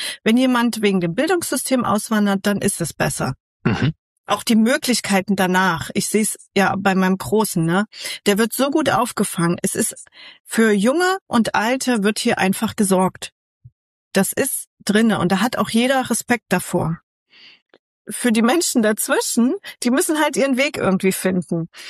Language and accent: German; Central Germany, Germany; moved away as an adult; ich komme ja aus Mitteldeutschland, da gibt es das auch nicht. Wir hatten es schneller warm, länger hell und ja, wie du sagst, nicht so rau.